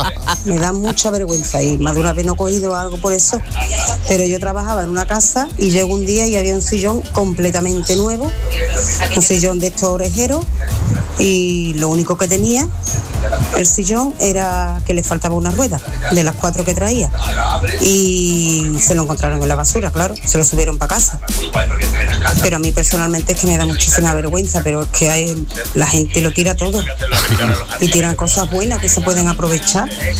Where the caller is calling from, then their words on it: Seville, Andalusia, Spain; Buenos días … de Sevilla.